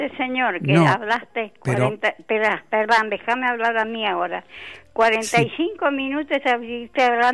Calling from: Buenos Aires, Argentina; Yo soy de Flores.

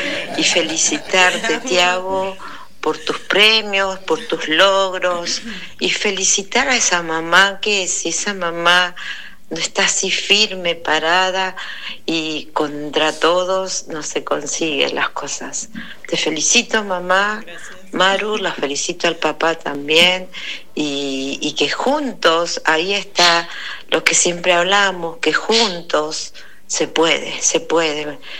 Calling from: Talar, Buenos Aires Province, Argentina; mamá de Azul, de acá de Talar La Paloma.

